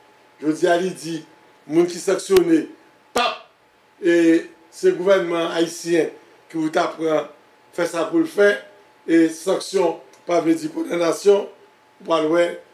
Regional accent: Haiti; Nous sommes jeunes d'Haïti, nous sommes jeunes petits garçons, le c'est la première fois que un livre a sorti dans le pays d'Haïti.

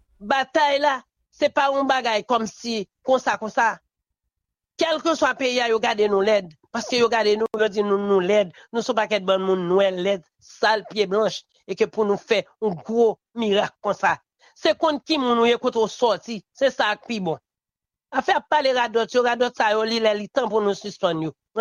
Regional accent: Haiti; Parce que moi-même, moi, senti me frustré. En tant que haïtien, pour moi, c'est haïtien.

